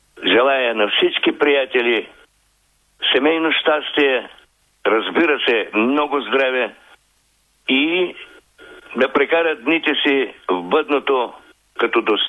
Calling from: Varna, Varna Province, Bulgaria; от Варна.

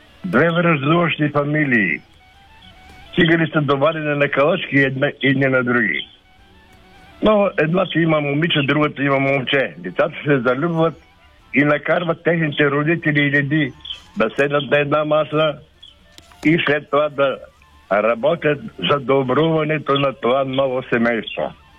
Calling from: Sofia, Sofia City, Bulgaria; от София съм.

